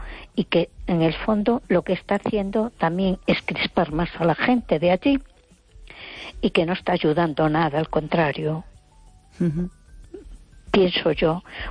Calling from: A Coruña, Galicia, Spain; de Coruña.

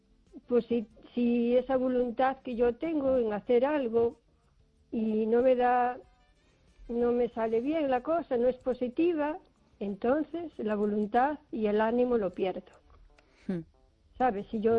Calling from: Carballiño, Galicia, Spain; de Carballiño

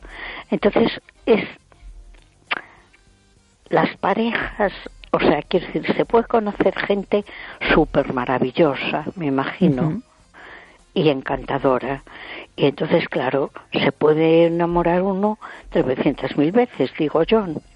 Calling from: A Coruña, Galicia, Spain; de Coruña.

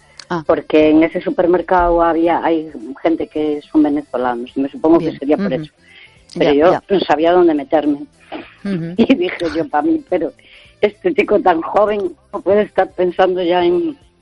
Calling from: Santiago, Spain; de Santiago, bien, gracias.

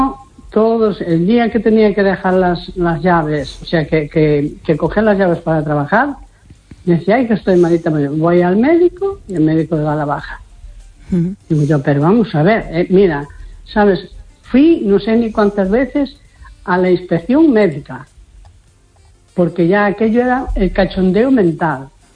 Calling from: A Coruña, Galicia, Spain; de Coruña.

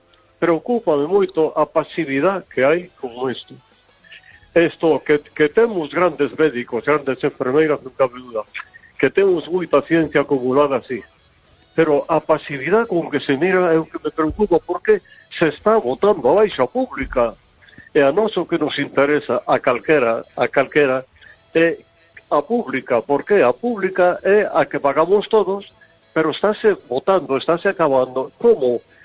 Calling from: Vigo, Galicia, Spain

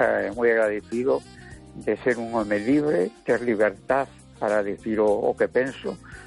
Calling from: A Coruña, Galicia, Spain; de Coruña.

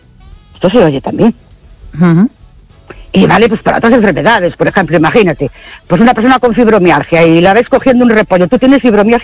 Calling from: Ourense, Galicia, Spain; Buenas noches … de Orense.

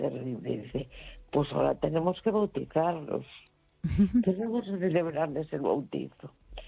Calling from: A Coruña, Galicia, Spain; de la Coruña.

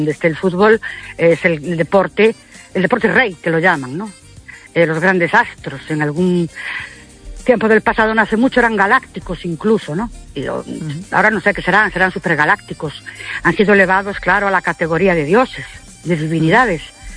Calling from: Ourense, Galicia, Spain; de Ourense

